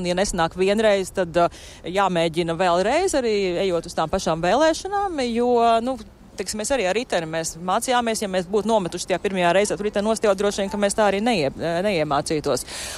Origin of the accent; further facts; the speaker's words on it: Riga, Latvia; es esmu no Rīgas, es braukāju 3 reizes nedēļā uz Tukumu